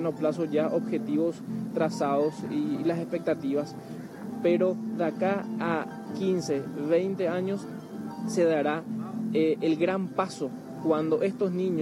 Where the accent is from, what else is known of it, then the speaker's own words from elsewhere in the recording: Paraguay; y como paraguayos verdaderamente tenemos que decir de que estamos a la vanguardia en materia de primera infancia.